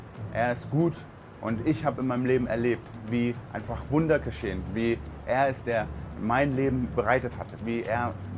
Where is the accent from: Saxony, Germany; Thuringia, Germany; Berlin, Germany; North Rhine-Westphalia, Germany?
Berlin, Germany; Ich komme aus Berlin